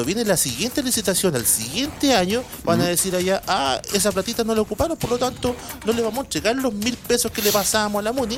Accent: Melipilla, Santiago Metropolitan Region, Chile; Y somos de Melipilla.

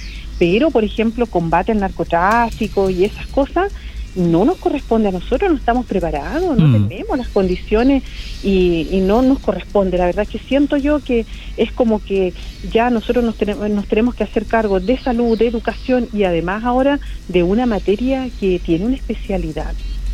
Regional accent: Chile; como chilenos tenemos que celebrar y honrar también a todos nuestros antepasados que se la jugaron por tener este país libre.

